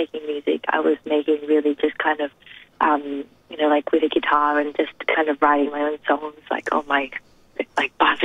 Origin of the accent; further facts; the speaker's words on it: Australia; growing up in a Japanese-speaking household and still consuming, like obviously I grew up in Australia